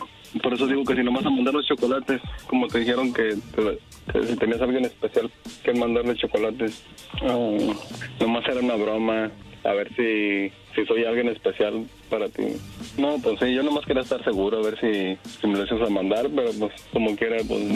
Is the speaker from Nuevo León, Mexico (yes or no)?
no; Torreón, Coahuila, Mexico; miré que era de Torreón y pues yo también soy de Torreón allá mismo